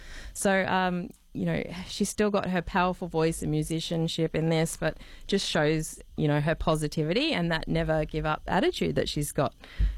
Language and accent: English; Townsville, Queensland, Australia; born there; And I was born in Townsville.